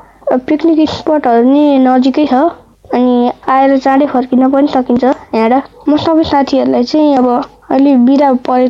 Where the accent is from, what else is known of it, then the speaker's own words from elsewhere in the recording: a village near Kathmandu district, Bagmati, Nepal; मेरो गाउँ चाहिँ अब काठमाडौँ जिल्लाको धेरै नजिक पर्यो